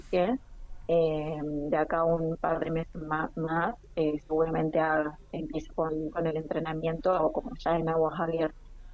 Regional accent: Caleta Olivia, Santa Cruz, Argentina; Mis papás no, yo y mis hermanos sí, nacimos todos en Caleta. Mis papás son de Santiago del Estero y de Córdoba.

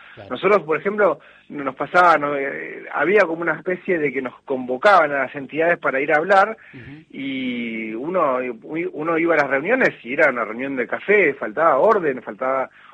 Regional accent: Junín, Buenos Aires Province, Argentina; yo soy acá de Junín

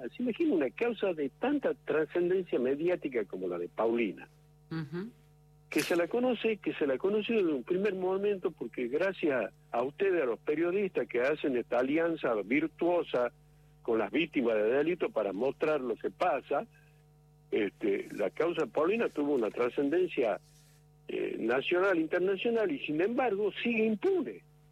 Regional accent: Tucumán, Argentina; la vergüenza que nos tiene que dar como tucumano

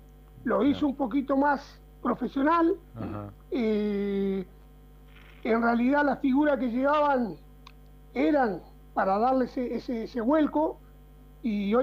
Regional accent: Argentina

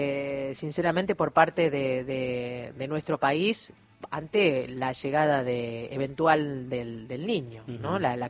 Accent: Córdoba, Argentina; now in Paraná, Argentina; que vive en Paraná.

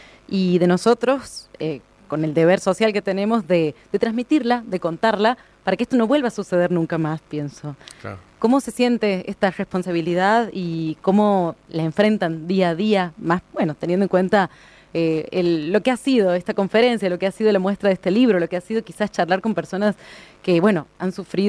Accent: Argentina

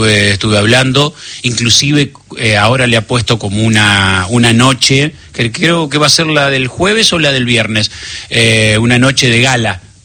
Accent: Las Toscas, Santa Fe, Argentina; fui un día a mi pueblo Las Toscas a tomar unos mates a la casa de unos amigos

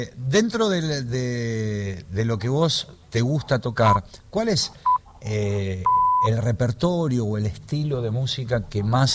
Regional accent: Buenos Aires, Argentina; yo soy de Parque Centenario

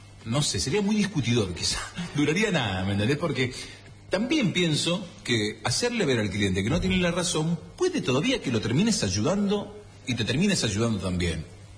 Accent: Malargüe, Mendoza, Argentina; Saludos a mi familia de San Rafael, soy de Malargue.

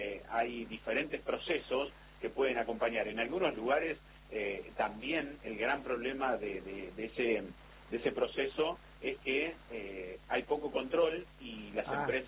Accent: Buenos Aires, Argentina; voy para mi pueblo, que en el partido de Lincoln

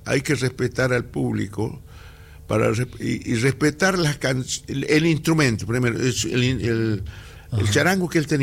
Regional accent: Chalala, Jujuy, Argentina; born there; also born or lived in Lipán / Patacal / Quisquiri; en Chalala, ajá, ahí donde yo nací, ya en 1948.

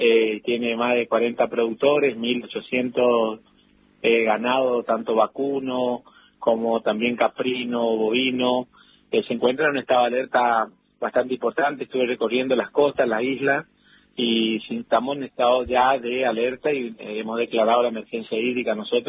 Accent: Empedrado, Corrientes, Argentina; Bueno, mi pueblo se encuentra a 58 kilómetros de la capital al sur, digamos, por la costa del río Paraná, se llama Empedrado. Es conocido también como la Perla del Paraná

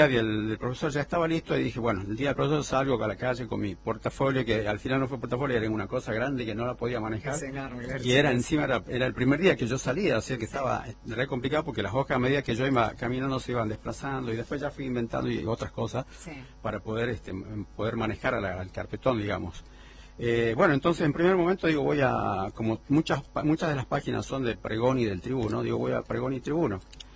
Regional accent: Mina Pirquitas, Jujuy, Argentina; born there; now in San Salvador de Jujuy, Argentina; yo nací en Mina Pirquitas.

